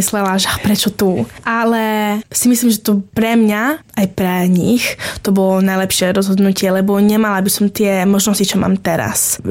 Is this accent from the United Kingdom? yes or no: yes; England, United Kingdom; Slovak is a second language; ja mám kamarátky aj doma v Anglicku